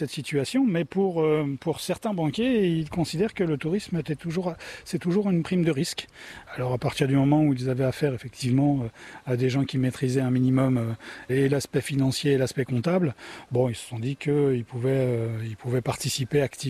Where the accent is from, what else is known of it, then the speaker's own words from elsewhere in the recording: Brittany, France; moved away as an adult; now in Guadeloupe; Je suis breton.